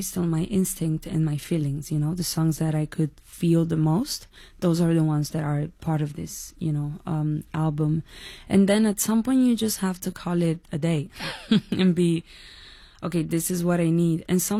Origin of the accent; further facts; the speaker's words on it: Italy; I think the reason why today I'm so attached to my roots, both Italian and Dominicans, is because I looked for it. I really researched where I was from.